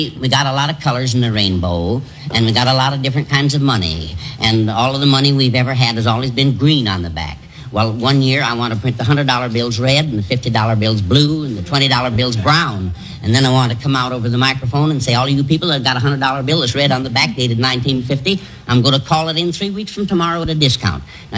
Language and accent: English; Iowa, United States; I'm from Iowa.